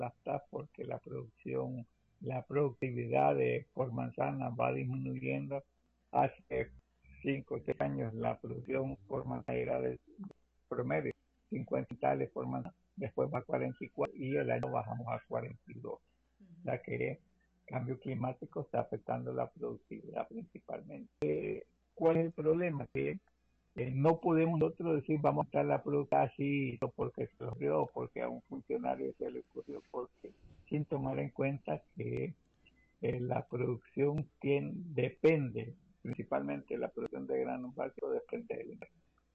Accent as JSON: {"language": "Spanish", "country": "El Salvador", "said": "como buenos salvadoreños, seguir pudiendo para garantizar la comida"}